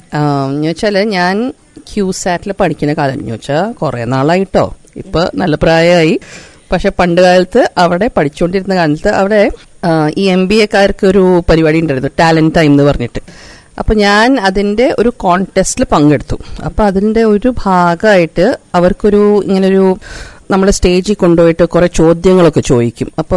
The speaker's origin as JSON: {"language": "Malayalam", "region": "Madhya Pradesh", "country": "India", "tie": "born there", "second_language": "Malayalam", "said": "എൻ്റെ അച്ഛൻ ആർമിയിലായിരുന്നു. അപ്പം ഞാൻ ജനിച്ചത് മധ്യപ്രദേശ്. പിന്നെ എല്ലാ രണ്ടു കൊല്ലം ആകുമ്പോൾ പുതിയൊരു സ്ഥലത്ത് പോകും, അങ്ങനെ കറങ്ങിക്കൊണ്ടിരിക്കും. ഇന്ത്യ മൊത്തം കറങ്ങിക്കൊണ്ടിരുന്നു."}